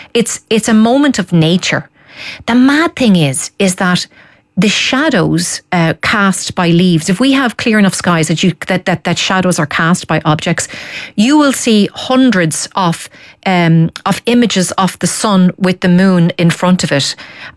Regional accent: Dundalk, Leinster, Ireland; I'm in Dundalk, my hometown.

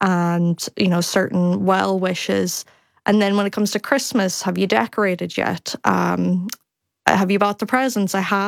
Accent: Ulster, Ireland; But I naturally would use it, especially where I grew up in Donegal. We say be or bees, which bees really gets to people.

